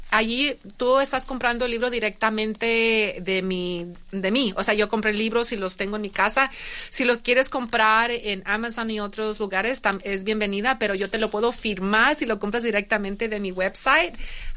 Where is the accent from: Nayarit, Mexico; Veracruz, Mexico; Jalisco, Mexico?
Nayarit, Mexico; now in United States; soy mexicana, inmigrante, orgullosa de venir de la sierra de Nayarit, o sea, de honrar de dónde vengo, o sea, tan lejos